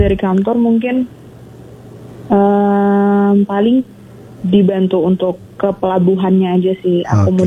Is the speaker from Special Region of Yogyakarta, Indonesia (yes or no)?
yes; Gunung Kidul, Special Region of Yogyakarta, Indonesia; Itu kampung halaman saya juga, Gunung Kidul.